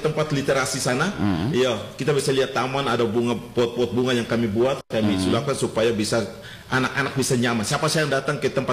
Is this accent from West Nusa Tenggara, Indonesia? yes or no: no; Wamena, Highland Papua, Indonesia; kami budaya kami orang Wamena